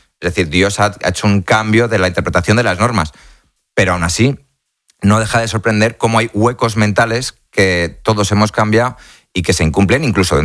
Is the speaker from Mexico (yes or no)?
no; Spain